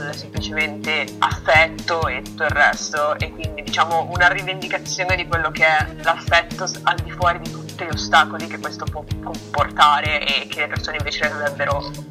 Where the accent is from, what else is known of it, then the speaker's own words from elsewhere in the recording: Como, Lombardy, Italy; now in London, United Kingdom; Vengo da Como, sto studiando a Londra, ho 18 anni, classe 2001.